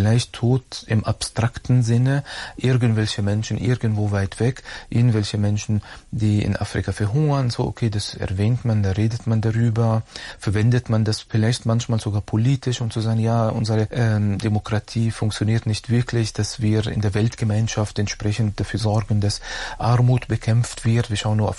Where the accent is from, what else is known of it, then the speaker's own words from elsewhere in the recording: Germany; Und dann habe ich ihm gesagt, auf Arabisch habe ich geantwortet, ich komme aus Deutschland. Ich wusste auch nicht, was ich genau sage, aber meine Eltern sind Palästinenser.